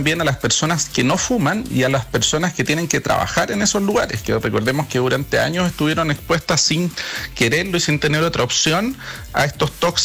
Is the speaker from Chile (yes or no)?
yes; Temuco, Araucanía, Chile; Yo soy de Temuco